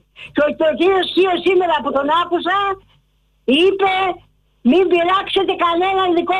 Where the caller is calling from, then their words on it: Athens, Attica, Greece; Εδώ. Στα Πατήσια. Εδώ στην Αγίου Μελετίου.